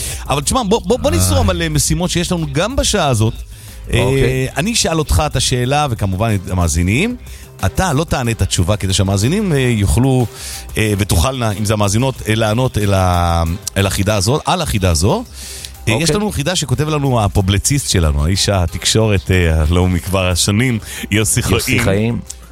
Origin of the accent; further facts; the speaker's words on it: Rishon LeZion, Central District, Israel; גדלתי בראשון אצל המוזיקאי, הקומפוזיטור